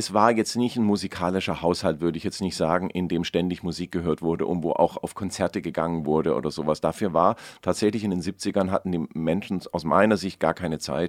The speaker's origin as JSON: {"language": "German", "region": "Baden-Württemberg", "country": "Germany", "moved": "yes", "lives_now": "Cologne, Germany", "said": "Ich bin Süddeutscher aus Schwaben, ich wohne jetzt in Köln."}